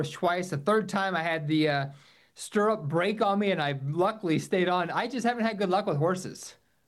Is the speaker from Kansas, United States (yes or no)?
no; Colorado, United States; moved away as an adult; also born or lived in Wyoming; I grew up in Colorado, close to Greeley for the Greeley Stampede, close to Cheyenne for the Cheyenne Frontier Days.